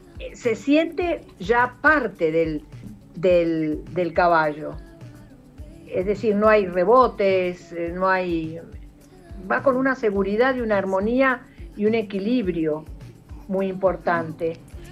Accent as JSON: {"language": "Spanish", "country": "Argentina", "said": "somos dos argentinas"}